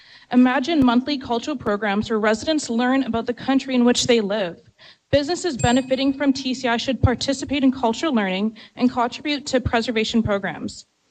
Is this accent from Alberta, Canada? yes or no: no; Ontario, Canada; born there; moved away; also born or lived in Turks and Caicos Islands; I am also third generation Canadian and was born near the Tyendinaga Mohawk territory. However, I recognize that I'm only Canadian by status, not nativity.